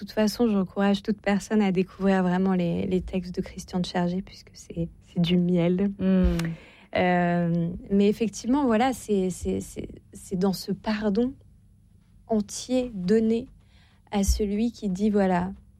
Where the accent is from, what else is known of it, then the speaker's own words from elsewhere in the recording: Auvergne-Rhône-Alpes, France; Alors, moi je viens de Savoie en plus, donc ça nous fait un point commun.